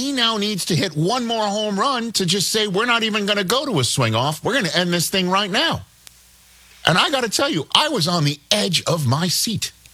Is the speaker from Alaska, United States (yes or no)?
no; New York City, New York, United States